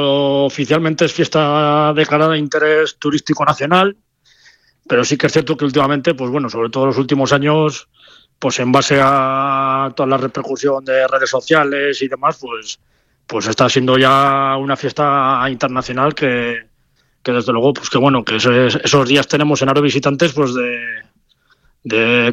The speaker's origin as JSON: {"language": "Spanish", "town": "Haro", "region": "La Rioja", "country": "Spain", "said": "los jarreros, ¿no? Que es el nombre que tenemos... Los que somos de aquí de Aro, ¿no?"}